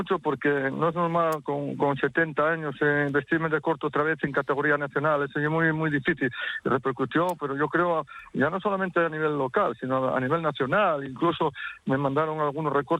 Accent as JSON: {"language": "Spanish", "town": "Turón", "region": "Asturias", "country": "Spain", "said": "Yo soy de Turón, un pueblo de al lado de Mieres, un pueblo minero."}